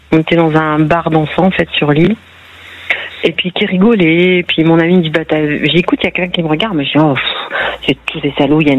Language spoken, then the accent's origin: French; northern France, France; moi je suis native du nord de la France